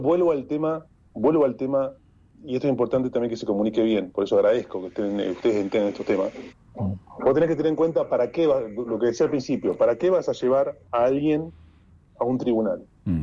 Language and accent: Spanish; Argentina; yo soy argentino, naturalmente